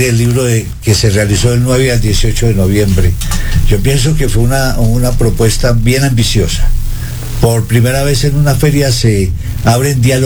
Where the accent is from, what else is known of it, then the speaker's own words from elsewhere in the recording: Pitalito, Huila, Colombia; now in Ecuador; Se hacen pasantías en esa casa en mi pueblo.